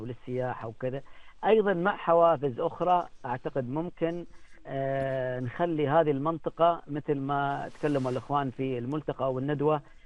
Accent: Oman; أي سائح أو أي نقول نحن مواطن عماني يجي من داخل عمان إلى محافظة البريمي

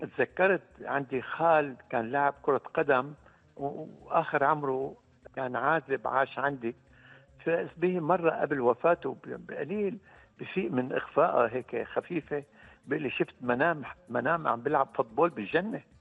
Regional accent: Latakia, Latakia Governorate, Syria; طبعا مدينتي اللاذقية مدينة أنا يعني ممكن بقول انصلبت عليها وانتميت لها

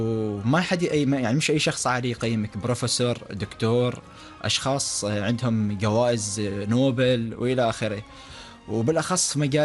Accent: Oman; نحن الثلاثة العمانيين

